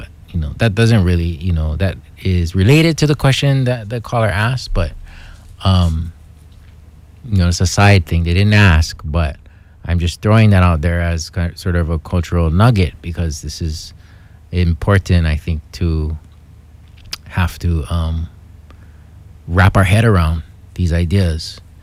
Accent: Hawaii, United States; as a Hawaiian

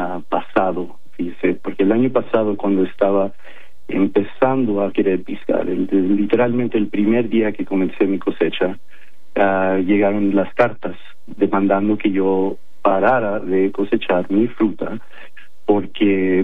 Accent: Mexico; now in Reedley, United States; soy como cualquier otra persona, mexicano aquí en los Estados Unidos, y yo me considero muy orgullosamente americano

